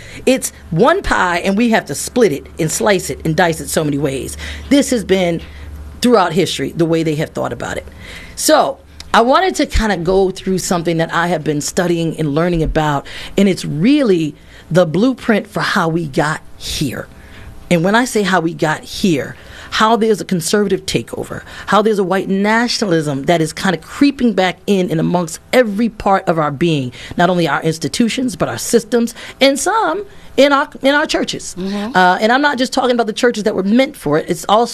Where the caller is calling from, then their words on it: Atlanta, Georgia, United States; I'm coming from Atlanta, and I just came from not only Morehouse College, but also Spelman College had its ceremony